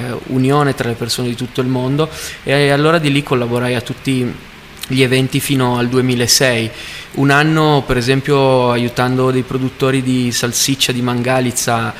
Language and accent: Italian; Bra, Piedmont, Italy; also born or lived in Turin; Io sono nato a Torino, ma ho sempre vissuto a Bra, un centro in provincia di Cuneo di circa 30.000 persone